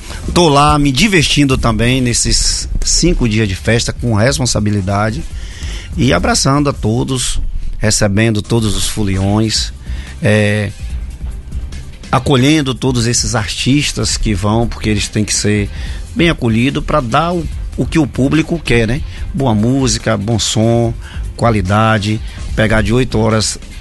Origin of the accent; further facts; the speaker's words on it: Ibirapitanga, Bahia, Brazil; born there; a minha terra, a minha Ibirapitã.